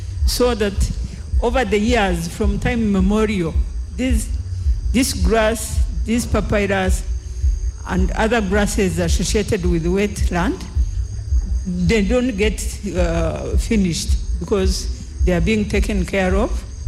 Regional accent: Rwanda; English is a second language; I'm from Rwanda.

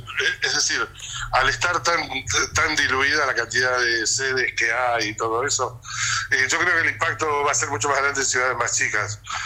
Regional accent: Argentina; Perdón, como argentino digo, nos vamos a arreglar para escaparnos a verlos y juntarnos

